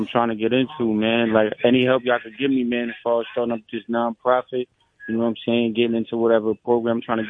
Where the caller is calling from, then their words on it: Long Island, New York, United States; I'm from Long Island, bro.